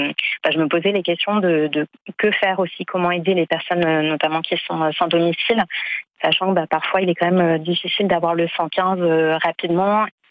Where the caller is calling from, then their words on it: Ivry-sur-Seine, Île-de-France, France; je vous appelle d'Ivry-sur-Seine, en région parisienne.